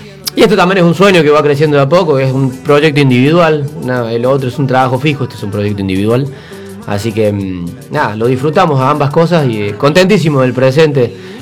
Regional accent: Córdoba, Argentina; yo también soy cuartetero, cordobés y cuartetero

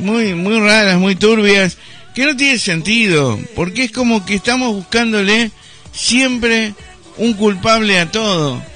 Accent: Argentina; quizás uno como argentino no lo nota

